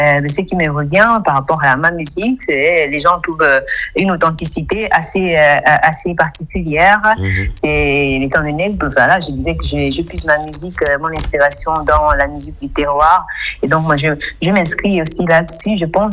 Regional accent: Gabon; Je suis gabonaise et je suis particulièrement influencée par la culture du terroir.

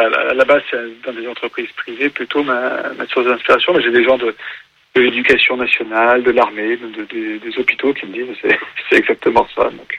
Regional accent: Lyon, Auvergne-Rhône-Alpes, France; Moi, je suis lyonnais d'origine et j'habite en Bourgogne aujourd'hui.

